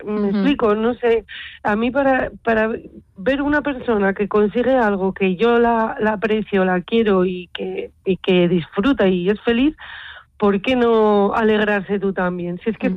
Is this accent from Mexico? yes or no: no; La Rioja, Spain; Bueno, pues el menú estaba inspirado en mi tierra, La Rioja